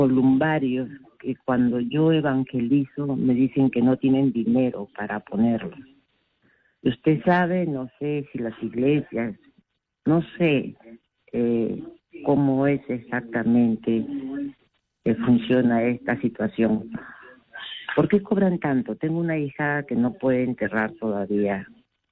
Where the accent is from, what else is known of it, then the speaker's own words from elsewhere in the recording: Callao, Peru; Padre Rosel … del Callao, lo conocí en una jornada.